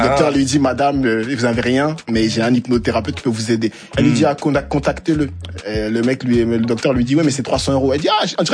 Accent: Garges-lès-Gonesse, Île-de-France, France; Et moi, j'ai grandi à Garges-lès-Gonesse.

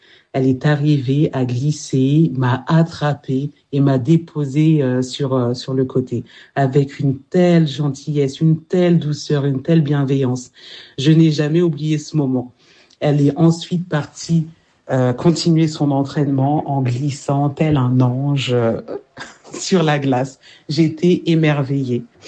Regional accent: Champigny-sur-Marne, Île-de-France, France; Je viens de Seine-et-Marne. Mais avant ça, j'ai passé ma petite enfance à Champigny-sur-Marne.

